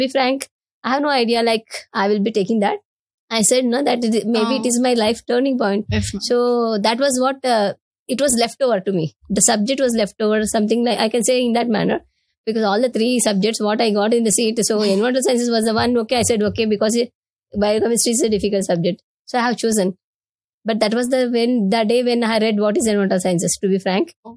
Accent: Anantapur, Andhra Pradesh, India; we are from Rayalaseema area, because mine is native Anantapur.

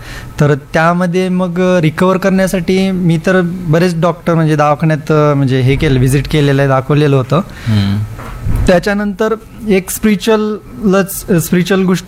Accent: Osmanabad, Maharashtra, India; मी आता मी उस्मानाबादचाच आहे ना, कधी कधी रिलेटिव्ह आहेत

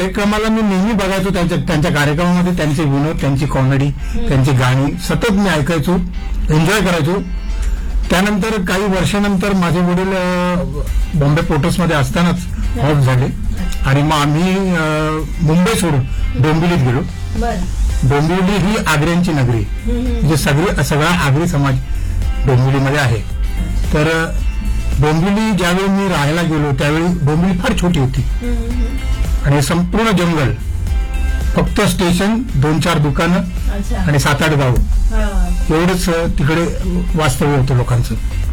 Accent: Mumbai, Maharashtra, India; मी आधी मुंबईत राहायचो. Okay. वरील कोळीवाडा हे माझं गाव आणि कोळीवाडा म्हटलं की संपूर्ण कोळ्यांचं गाव येते.

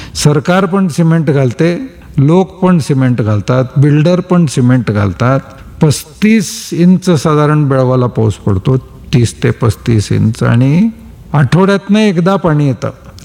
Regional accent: Belagavi, Karnataka, India; born there; तर माझा जन्म 1971 माझा जन्म बेळगावात झाला

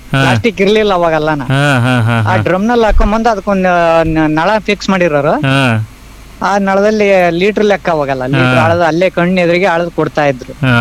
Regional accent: Karnataka, India; born there; ಹಿಂದೆ ನಾವು ಸಣ್ಣ ಮಕ್ಳಿದ್ದಾಗ ನಮ್ಮ ಹಳೆಕಟ್ಟೆ ಇದೆ ಒಂದು ಊರ ಮಧ್ಯದಲ್ಲಿ

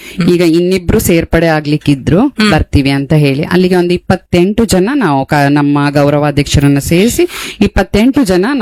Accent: Raichur, Karnataka, India; born or raised there; now in Kota, India

